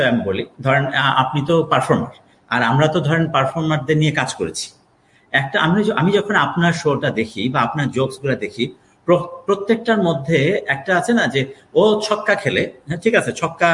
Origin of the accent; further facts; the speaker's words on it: Narsingdi, Dhaka Division, Bangladesh; নরসিংদী আমার দেশের বাড়ি গ্রামের বাড়ি।